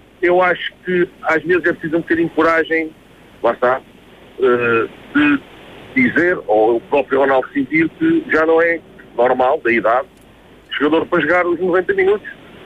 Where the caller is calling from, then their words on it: Portugal; nós portugueses, às vezes, como somos a cauda da Europa e somos os tais portugueses que, para muitos, até dizem que a gente somos espanhóis, né? Não reconhecem Portugal